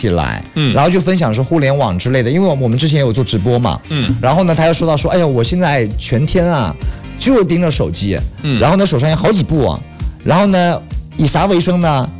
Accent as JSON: {"language": "Chinese", "town": "Fuzhou", "region": "Fujian", "country": "China", "said": "咱们福州这边"}